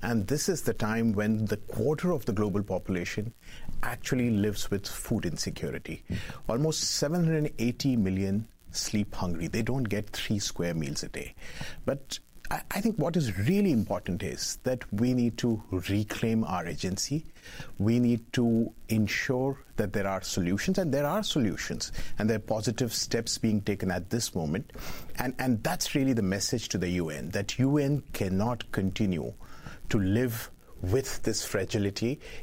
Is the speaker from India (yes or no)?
yes; India; whether I come from India, so I've seen movements in Sri Lanka